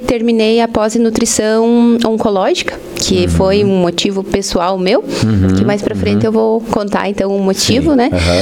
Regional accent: Lebon Régis, Santa Catarina, Brazil; moved away as an adult; also born or lived in Videira; now in Salto Veloso, Brazil; eu sou filha desta terra, eu nasci aqui em Videira, porém, a minha vida inteira eu morei em Lebon Régis, que é onde os meus pais, as minhas irmãs, minha família, né, moram, uhum, lá. Uhum. E hoje eu moro em Salto Veloso

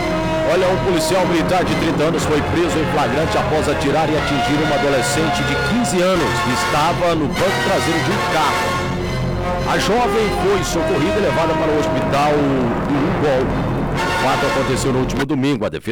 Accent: Joviânia, Goiás, Brazil; born there; Joviânia, minha terra. Eu sou um cidadão jovianiense, viu?

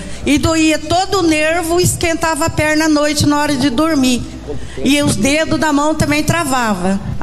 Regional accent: Sabáudia, Paraná, Brazil; Eu sou de Sabáudia, pastor.

